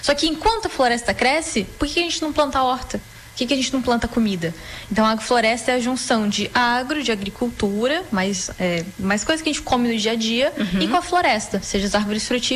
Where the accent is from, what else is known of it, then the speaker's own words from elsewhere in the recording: Rio Grande do Sul, Brazil; Sim, não, eu cresci, a minha infância inteira foi no meio do mato, com os meus avós, porque eles moram, né, na roça que a gente fala, com milho, com soja